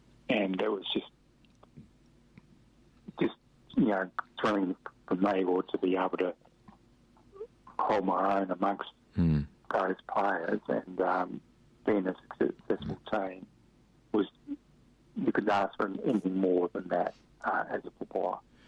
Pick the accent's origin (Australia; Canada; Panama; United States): Australia; Claremont, Western Australia; I come from Claremont, I'm pretty used to this sort of socialisation.